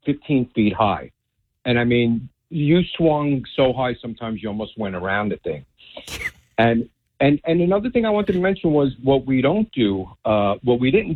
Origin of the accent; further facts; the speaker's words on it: New York City, New York, United States; now in Staten Island, United States; the parks in Brooklyn where we grew up